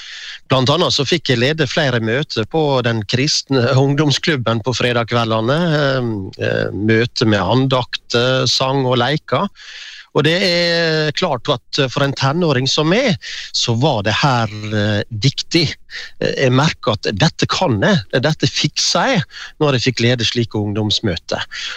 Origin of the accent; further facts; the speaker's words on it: Ålesund, Møre og Romsdal, Norway; Jeg vokste opp på Åse, en drabantby i Ålesund kommune.